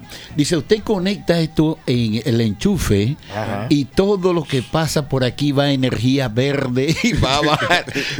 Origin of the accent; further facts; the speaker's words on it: Bocas del Toro, Panama; bocatoreño. Nacionalizado colorense.